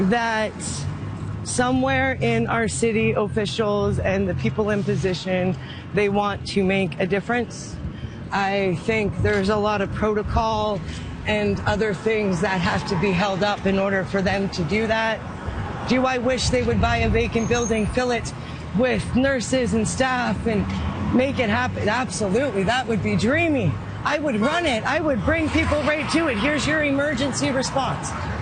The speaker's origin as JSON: {"language": "English", "town": "London", "region": "Ontario", "country": "Canada", "said": "I was from London, Ontario."}